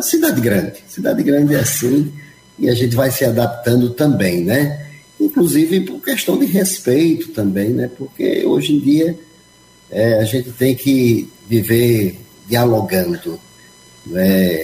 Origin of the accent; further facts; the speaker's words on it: Sergipe, Brazil; moved away as an adult; now in Paraíba, Brazil; Eu sou sergipano e lá não é diferente.